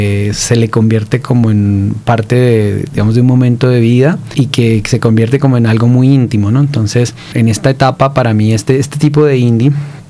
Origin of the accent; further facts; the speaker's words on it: Colombia; pensando en ese redescubrimiento que significó y que implicó el volver al país y de volverme a ver como colombiano